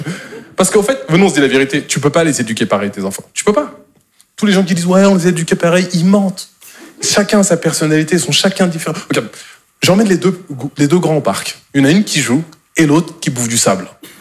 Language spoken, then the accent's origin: French; Normandy, France